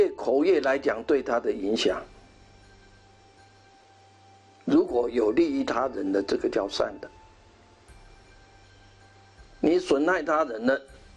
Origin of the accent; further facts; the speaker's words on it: Taiwan; 我们台湾人呢、啊、不错，很喜欢布施，很喜欢做善事，很慷慨